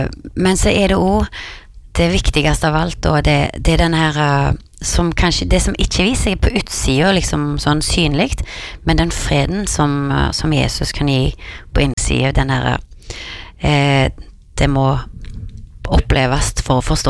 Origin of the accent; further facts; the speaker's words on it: Karmøy, Rogaland, Norway; Men jeg kom jo fra Karmøy, og der det jo masse, ja, mange som glad I country